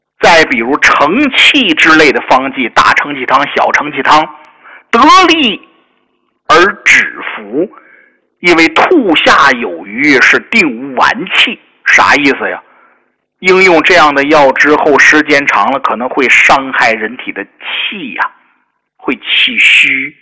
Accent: China

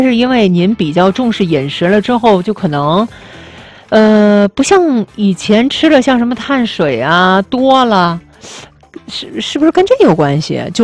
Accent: Tianjin, China; 以前确实跟咱们土生土长的这种天津人，包括他的这个文化呀，都是有关的。

